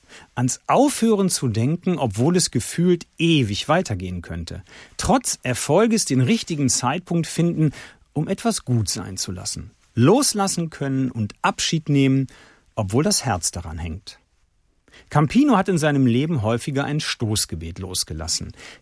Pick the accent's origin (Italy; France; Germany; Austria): Germany; Düsseldorf, North Rhine-Westphalia; Ich bin Düsseldorfer und liebe meine Heimat.